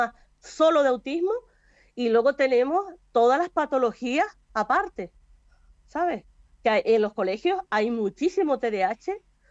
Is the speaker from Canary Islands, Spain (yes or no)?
yes; Canary Islands, Spain; yo soy de Quiricó.